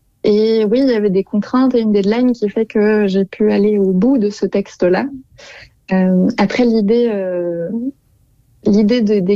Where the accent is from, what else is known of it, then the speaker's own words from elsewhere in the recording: Brussels, Brussels-Capital Region, Belgium; je suis bruxelloise. Scarbécoise plus précisément.